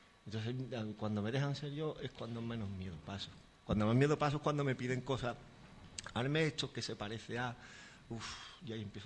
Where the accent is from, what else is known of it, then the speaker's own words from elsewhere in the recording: Sanlúcar de Barrameda, Andalusia, Spain; el orgullo que siento estos días de haber nacido en este pueblo